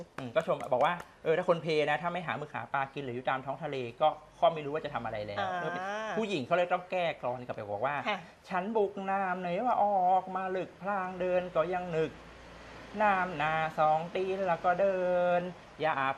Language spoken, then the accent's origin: Thai; Ban Phe, Rayong, Thailand; ชุมชนที่เป็นบ้านเกิดเมืองนอนของเราเนี่ยแหละชุมชนบ้านเพที่โตมาอยู่โตที่เพเติบโตที่ระยอง